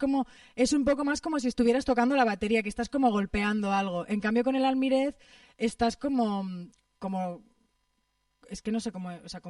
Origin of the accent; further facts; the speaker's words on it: Extremadura, Spain; aunque en realidad en mi zona de Extremadura, o sea, en mi pueblo, no se toca el mortero, sino que se toca el almirez